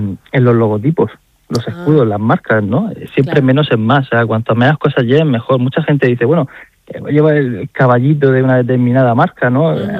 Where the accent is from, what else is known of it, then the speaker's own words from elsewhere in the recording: Cartagena, Region of Murcia, Spain; yo soy cartagenero, esto se dice mucho en Cartagena, pero yo creo que en toda la región de Murcia.